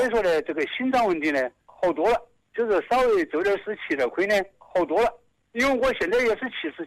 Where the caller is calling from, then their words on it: Dangyang, Hubei, China; 这是我们是属于当阳开始超不虎镇。